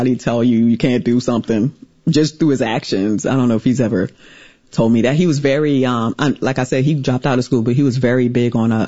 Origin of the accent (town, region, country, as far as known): St. Thomas, U.S. Virgin Islands